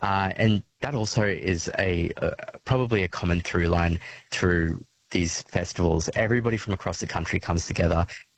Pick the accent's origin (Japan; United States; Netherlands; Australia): Australia; Melbourne, Victoria; For your listeners, I'm normally from Melbourne, so I can tell you it